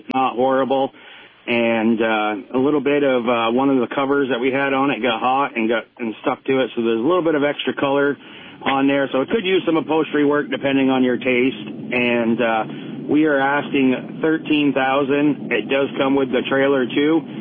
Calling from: Underhill, Vermont, United States; I'm from Underhill.

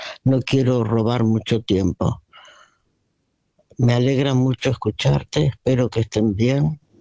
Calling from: La Plata, Buenos Aires Province, Argentina; de La Plata.

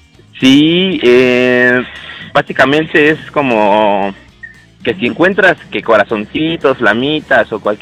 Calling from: Tlalpan, Mexico City, Mexico; Del meritito Tlalpan.

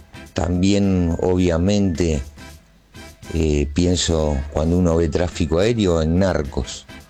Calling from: Lomas de Zamora, Buenos Aires Province, Argentina; Te llamo por lo siguiente. Yo soy de Lomas de Zamora, trabajo en la zona

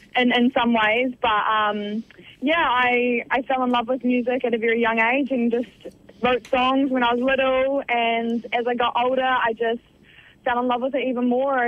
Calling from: Invercargill, Southland, New Zealand; So down south. Invercargill.

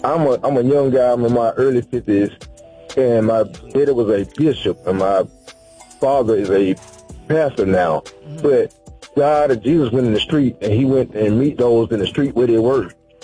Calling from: Fayetteville, North Carolina, United States; also born or lived in Durham; I'm actually calling from Fayetteville at the moment, but I used to live in Durham, but I'm in Fayetteville.

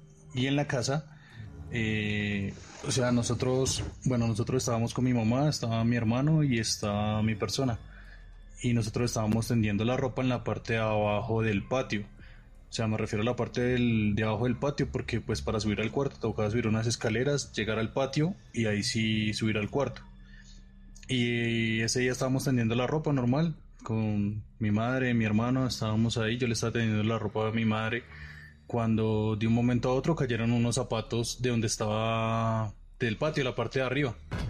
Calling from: Bogotá, Colombia; soy de Bogotá, vivo en la localidad de San Cristóbal.

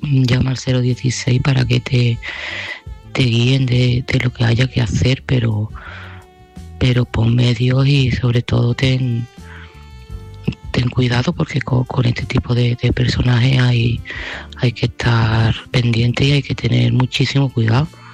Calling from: Seville, Andalusia, Spain; de Sevilla y este mensaje va para Ángeles.

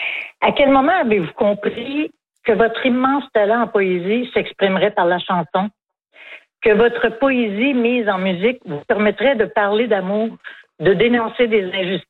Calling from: La Prairie, Quebec, Canada; Moi, j'appelle de La Prairie, sur la rive sud de Montréal.

